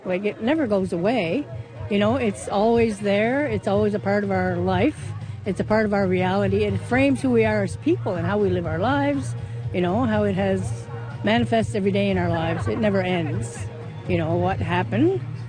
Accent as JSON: {"language": "English", "town": "Goose Bay", "region": "Newfoundland and Labrador", "country": "Canada", "said": "I'm from Goose Bay, Labrador."}